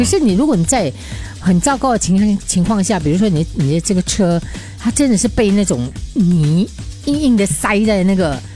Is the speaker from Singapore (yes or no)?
yes; Singapore; 我们新加坡人的素养还不错